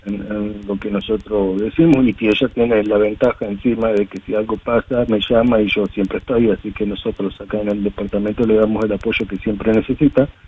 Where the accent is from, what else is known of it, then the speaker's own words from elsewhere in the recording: Entre Ríos, Argentina; moved away; Yo soy de la provincia de Entre Ríos